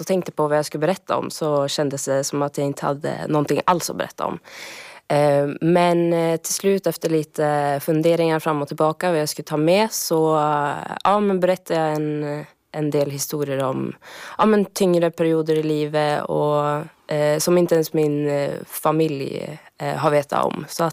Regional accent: Saltvik, Västernorrland County, Sweden; also born or lived in Östersund / Oslo; now in Stockholm, Sweden; jag är ju född och uppvuxen i Saltvik. Och ja, men har ju en bakgrund som idrottare och skidskytt. Och ja, har bott i både Östersund och Oslo

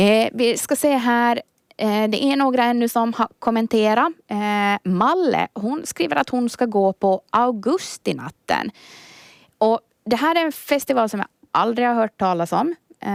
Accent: Karis, Uusimaa, Finland; now in Ytterby, Finland; Det är Ytterby som är min hemort idag. Men jag är ju faktiskt född och uppvuxen i Karis.

